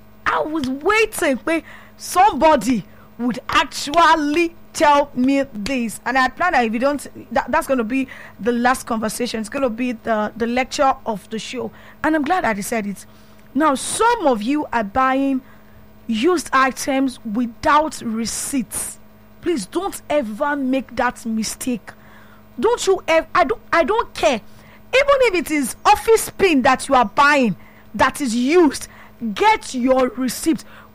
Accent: Ibadan, Oyo, Nigeria; I'm from Ibadan.

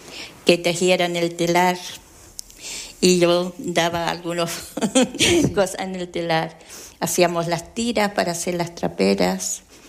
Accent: Los Jarales, Canary Islands, Spain; Soy de Los Jarales, aunque es municipio de Valverde.

